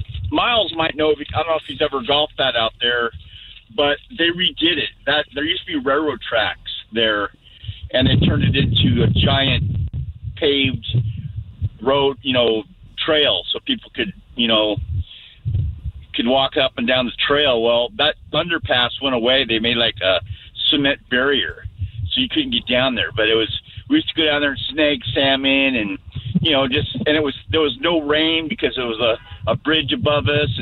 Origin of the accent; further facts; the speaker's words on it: Washington, United States; So I grew up on the Cedar River across from the golf course down there, right off of 405.